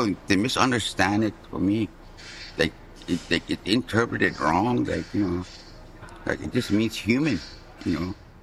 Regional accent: Fort Providence, Northwest Territories, Canada; born there; I'm from Fort Providence. They call it Chicago. And right now, I'm 73 years old.

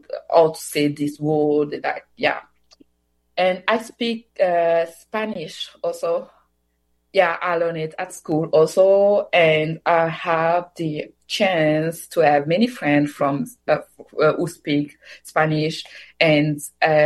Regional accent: DR Congo; first language Swahili; English is a second language; moved away; I speak Swahili. It's my first, my mother tongues, because I'm from Democratic Republic of Congo, and so I speak Swahili, and I learn it at home, but also in school

